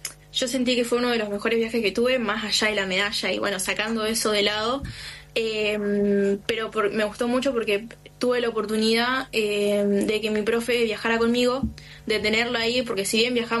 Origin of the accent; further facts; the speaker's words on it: Cipolletti, Río Negro, Argentina; Sí, primero que nada, yo soy de Cipolletti. Vivo en Cipolletti toda mi vida, viví en Cipolletti con mi familia.